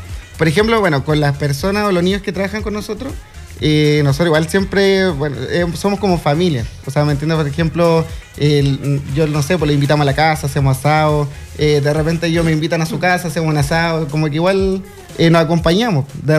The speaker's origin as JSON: {"language": "Spanish", "town": "Arica", "region": "Arica y Parinacota", "country": "Chile", "moved": "yes", "said": "¿Eres de Arica? Me dicen. Yo, sí"}